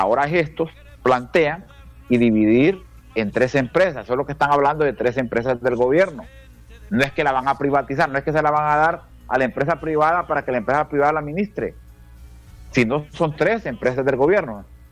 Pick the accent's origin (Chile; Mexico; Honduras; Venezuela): Honduras; ¿Usted cree que yo como hondureño puedo estar contento?